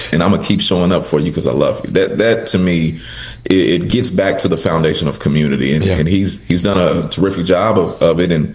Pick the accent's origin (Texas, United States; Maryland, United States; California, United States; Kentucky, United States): Kentucky, United States; Louisville; I'm from the hood. I'm from the West End of Louisville.